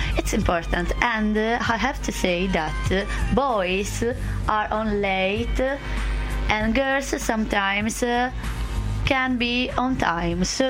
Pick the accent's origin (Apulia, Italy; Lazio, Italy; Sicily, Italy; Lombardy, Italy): Sicily, Italy; Catania; English is a second language; moved away; I came from Catania near the volcano